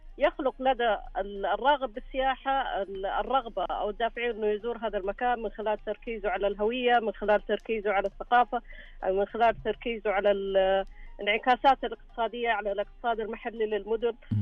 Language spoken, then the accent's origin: Arabic; Saudi Arabia; فينا حنا كسعوديين